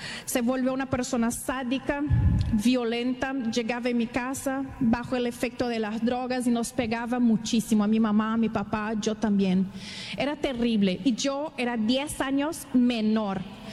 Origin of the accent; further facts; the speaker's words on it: São Paulo, Brazil; born there; Spanish is a second language; moved away; desarrollé mi español con Duolingo, así que paciencia, por favor. Soy de Brasil y nací en una ciudadcita chiquita en el interior de São Paulo.